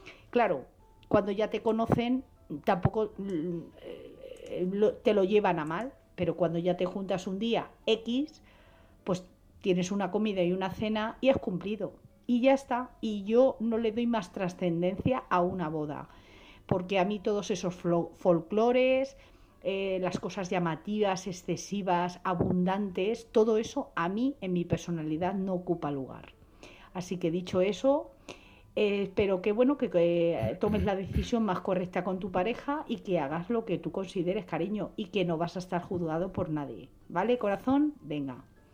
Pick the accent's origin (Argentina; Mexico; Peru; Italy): Italy; Sicily